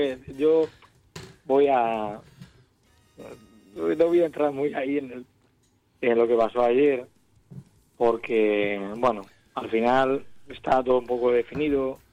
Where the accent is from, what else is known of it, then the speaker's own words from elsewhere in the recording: Cartagena, Region of Murcia, Spain; me alegro mucho de ser cartagenero